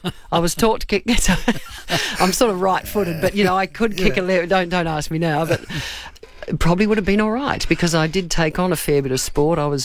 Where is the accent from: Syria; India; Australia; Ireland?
Australia; Waikerie, South Australia; I come from South Australia and proudly so. Went to school there.